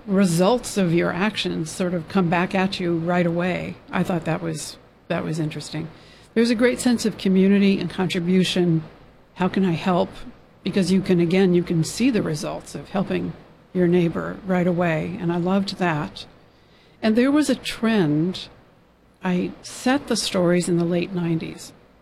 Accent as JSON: {"language": "English", "region": "Tokyo", "country": "Japan", "tie": "born or raised there", "also_born_or_lived": "New York / Los Angeles", "moved": "yes", "said": "I grew up in Tokyo, then I lived in New York and L.A., so I didn't know anything about small towns."}